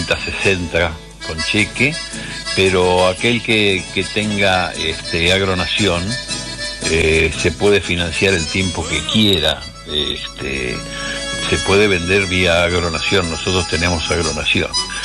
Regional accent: Argentina

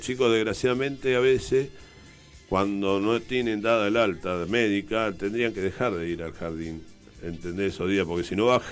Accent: Ensenada, Buenos Aires Province, Argentina; now in Atlántida, Argentina; yo soy de Ensenada, como decía antes

